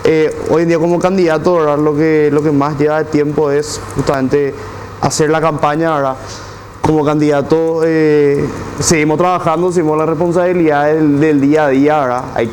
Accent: Lambaré, Central, Paraguay; soy un joven emprendedor de la ciudad de Lambaré, soy joven, soy profesional, tengo 24 años.

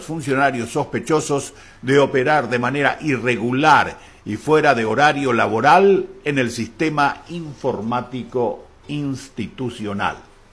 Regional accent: Paraguay; Nosotros, como paraguayos, estamos obligados a luchar por una identidad propia y nuestra música es un elemento importante para conseguirlo.

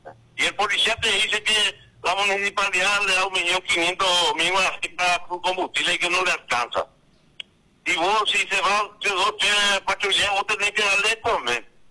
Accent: Carapeguá, Paraguarí, Paraguay; Yo voy a exclusivamente acá en mi pueblito, Carapegua.

